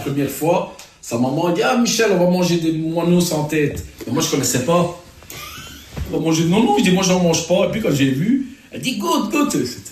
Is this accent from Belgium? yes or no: yes; Belgium; On n'a jamais renié notre pays, on aime bien l'Italie, parce que, allez, non, on ne va pas renier l'origine de nos parents. Mais on est belge